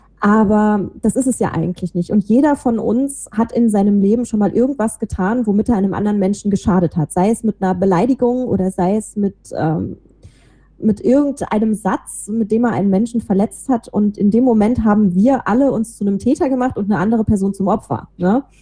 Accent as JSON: {"language": "German", "region": "Rhineland", "country": "Germany", "tie": "born or raised there", "said": "ich bin halt nun mal im Rheinland aufgewachsen, ich bin so erzogen worden, ich habe eine Großmutter, die gar kein Hochdeutsch mehr spricht"}